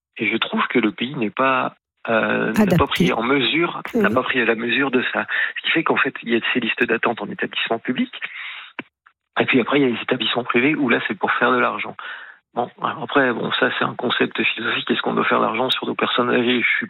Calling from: Bourgogne-Franche-Comté, France; moi, je suis sur le Jura.

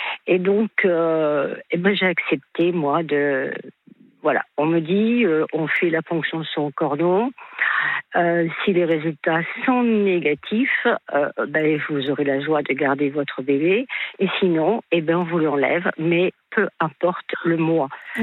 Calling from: Brittany, France; je suis en Bretagne.

